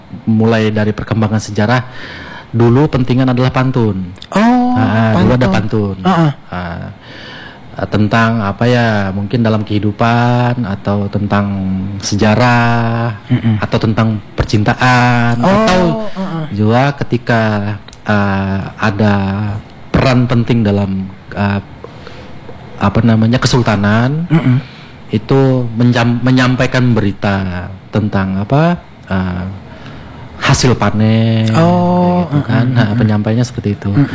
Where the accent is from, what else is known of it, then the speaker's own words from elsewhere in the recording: Tenggarong, East Kalimantan, Indonesia; born there; Iya, saya kelahiran Tenggarong.